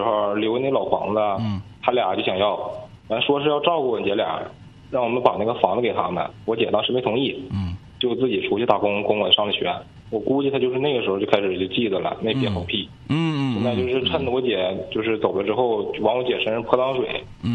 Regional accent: Shulan, Jilin, China; 今年吧，我21，然后我老家是舒兰的。

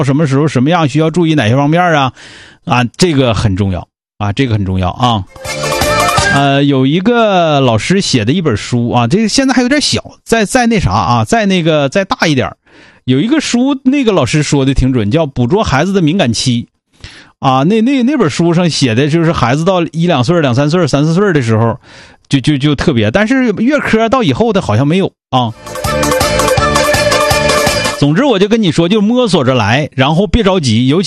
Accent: Northeast China, China

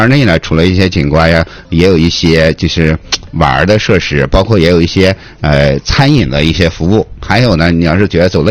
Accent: Inner Mongolia, China; now in Changchun, China; 我来自于内蒙

